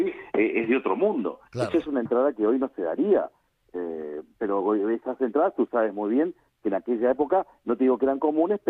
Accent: Argentina; tú dices que yo soy la voz de Argentina en el programa

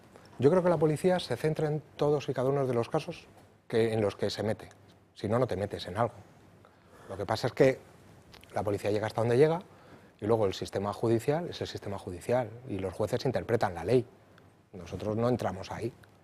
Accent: Spain; como criminólogo y sobre todo como español, como ciudadano

